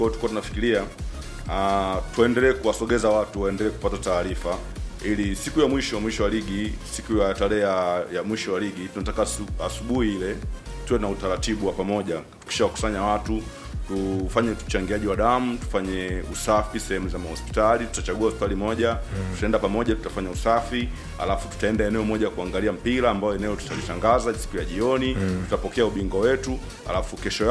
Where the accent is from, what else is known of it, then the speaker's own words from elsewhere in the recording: Iringa, Tanzania; natokea Mkimbizi, ni shabiki wa Arsenal Iringa mjini.